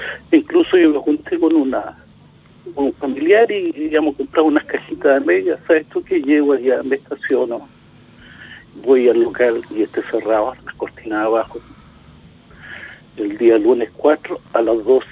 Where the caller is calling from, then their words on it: Tomé, Biobío, Chile; Yo soy de Tomé.